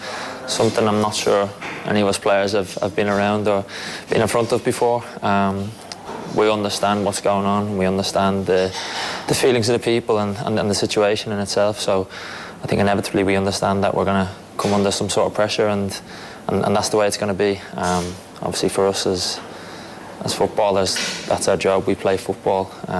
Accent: Ireland; us being Irish people

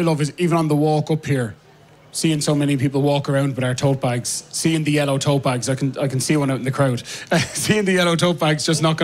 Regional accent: County Wicklow, Ireland; I'm from Wicklow

